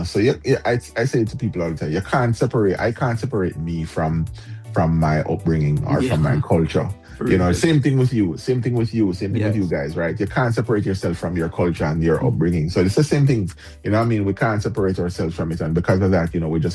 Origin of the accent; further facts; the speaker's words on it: Jamaica; moved away; growing up in Jamaica is a big thing